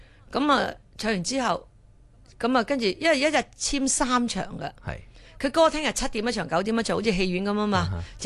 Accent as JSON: {"language": "Cantonese", "region": "Guangdong", "country": "China", "said": "咁我其實我雖然係廣東人，我唔係好識講廣東話。"}